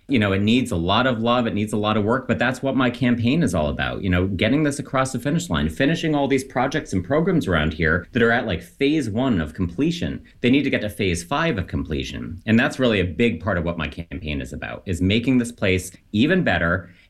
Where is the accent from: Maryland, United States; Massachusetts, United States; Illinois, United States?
Massachusetts, United States; Marshfield; moved away as an adult; also born or lived in San Francisco; now in North Adams, United States; Grew up in Marshfield, Massachusetts.